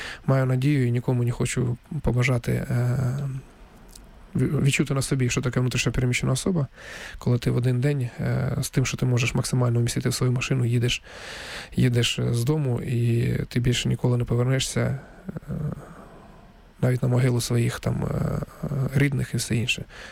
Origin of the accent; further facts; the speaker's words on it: Donetsk, Donetsk Oblast, Ukraine; moved away as an adult; тому що дійсно я сам з Донецька